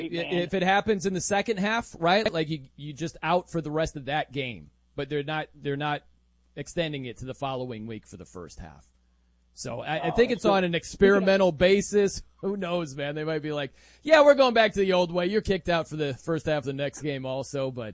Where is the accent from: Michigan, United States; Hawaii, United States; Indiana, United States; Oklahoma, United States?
Indiana, United States; South Bend; I am from South Bend, Indiana. You know, proud American.